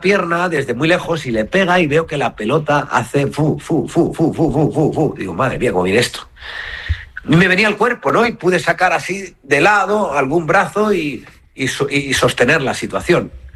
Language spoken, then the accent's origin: Spanish; Puertollano, Castilla-La Mancha, Spain; Yo soy de Puerto Llano y mi ilusión me hubiera gustado jugar en el Calvo Sotelo de Puerto Llano, ¿no?